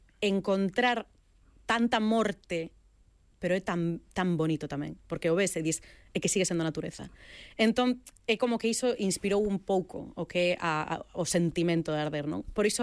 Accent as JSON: {"language": "Galician", "region": "Galicia", "country": "Spain", "said": "na nosa historia como galegos, refiro-me ao povo galego"}